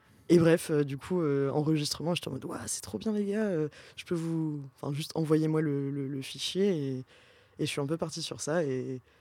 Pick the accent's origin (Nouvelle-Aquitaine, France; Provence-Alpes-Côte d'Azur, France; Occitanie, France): Nouvelle-Aquitaine, France; Pau